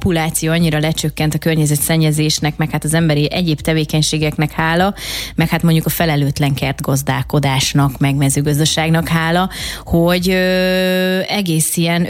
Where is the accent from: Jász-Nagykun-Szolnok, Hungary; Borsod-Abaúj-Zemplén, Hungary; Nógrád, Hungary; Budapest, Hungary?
Budapest, Hungary; Én a 16. kerületben nőttem föl